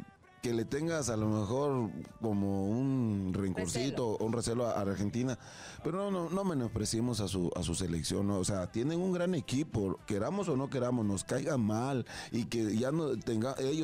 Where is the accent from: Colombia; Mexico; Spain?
Mexico; otra cosa es reconocer como mexicanos que ellos son mejores en el fútbol que nosotros.